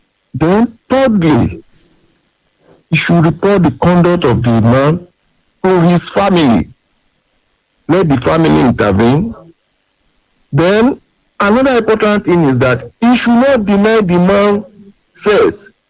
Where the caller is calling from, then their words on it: Olodo, Nigeria; I'm calling from Olodo.